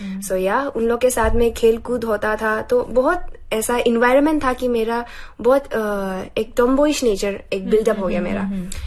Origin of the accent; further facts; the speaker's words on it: Pasighat, Arunachal Pradesh, India; also born or lived in Seppa; मैं एक्चुअली पासीघाट से हूँ। मेरा जन्म हुआ था सेप्पा में, मेरी मॉम सेप्पा की है, लेकिन my dad is from Pasighat, he is a गालो पर्सन। सो हाँ, तो मेरा मम्मी निशी है, पापा गालो है, एंड एकदम आदि कम्युनिटी के बीच में ब्रॉटअप हुई हूँ मैं।